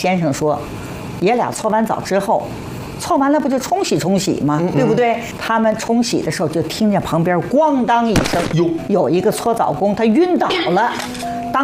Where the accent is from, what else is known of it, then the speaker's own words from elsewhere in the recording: South China, China; 咱们都是南方人，北方没去过